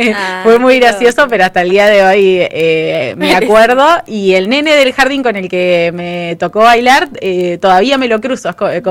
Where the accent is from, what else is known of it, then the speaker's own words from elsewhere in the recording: Argentina; no la pasamos bien como argentinos.